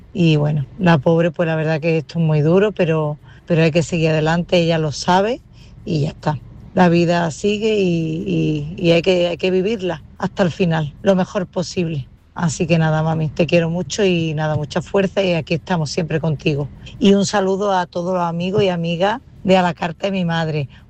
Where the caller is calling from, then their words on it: Málaga, Andalusia, Spain; Buenas noches, Manolo. … de Málaga.